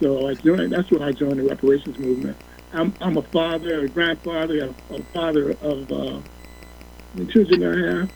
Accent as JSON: {"language": "English", "town": "Chicago", "region": "Illinois", "country": "United States", "said": "But I'm hailing from Chicago. I'm a real estate investor by trade."}